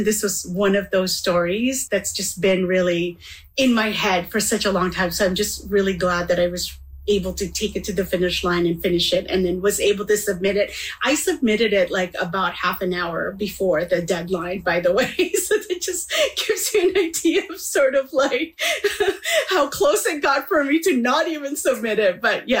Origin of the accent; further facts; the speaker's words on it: Manitoba, Canada; And so growing up in Manitoba, those landscap